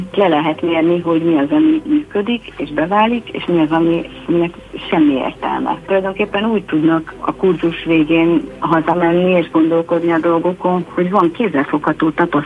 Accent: Hungary; first language Hungarian

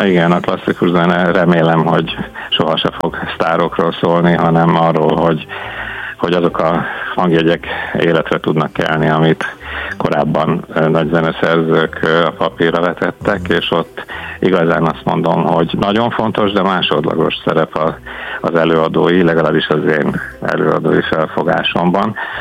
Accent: Veszprém, Veszprém County, Hungary; born there; veszprémiként, mivel én Veszprémben élek, és itt is születtem

